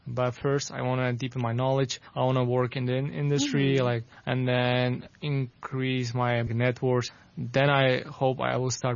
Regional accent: Tajikistan; first language Tajik; English is a second language; moved away as an adult; now in Hong Kong; I come from Tajikistan. I came to Hong Kong actually 4 years ago to study bachelor's degree in finance at Hong Kong Baptist University.

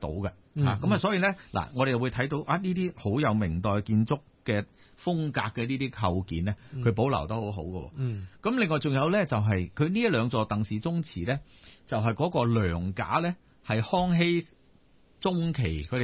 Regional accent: Guangzhou, Guangdong, China; moved away; 因為我記得我細個嗰陣時喺廣州嘅生活啊。

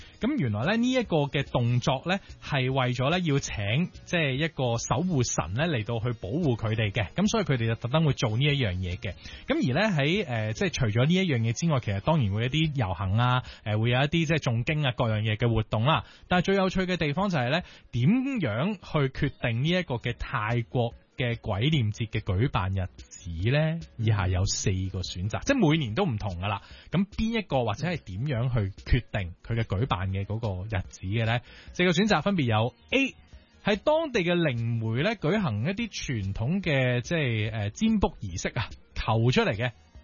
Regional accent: Hong Kong; 对于我哋香港人嚟讲，就系相对比较认识得多一啲

